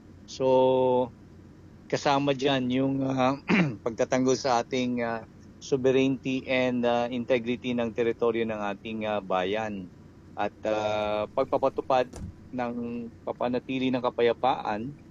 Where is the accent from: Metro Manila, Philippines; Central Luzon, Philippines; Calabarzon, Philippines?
Metro Manila, Philippines; Manila; sa amin sa Manila